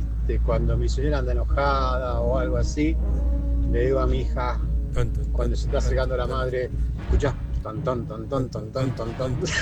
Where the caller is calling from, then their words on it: González Catán, Buenos Aires Province, Argentina; de Catán.